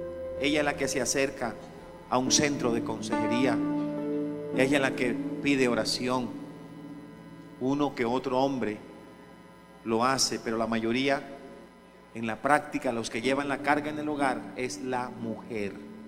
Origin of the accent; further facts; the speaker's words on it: Colombia; born there; Pero nací en Colombia, tierra de bendición.